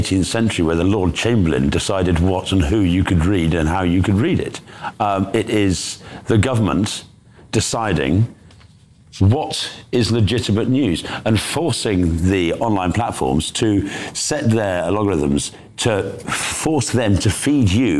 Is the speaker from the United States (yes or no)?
no; England, United Kingdom; because I'm an Englishman